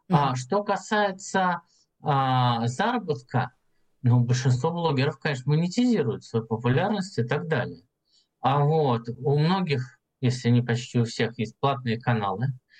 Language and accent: Russian; Russia; а мы русские